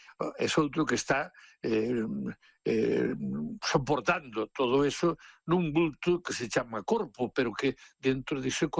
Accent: Padroso, Galicia, Spain; Tuve unhas mestras, sempre mulleres, na escola unitaria, lá en Abeleda, ao lado da miña aldea de Padroso

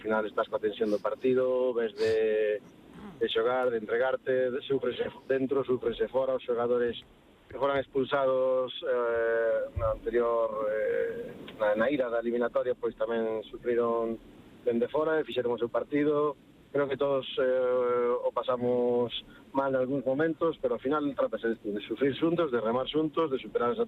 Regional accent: Vilalba, Galicia, Spain; Son de Vilalba.

